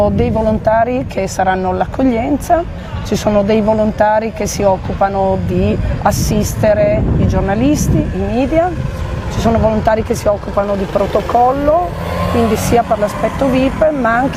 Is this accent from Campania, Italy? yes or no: no; Imperia, Liguria, Italy; Io sono di Imperia.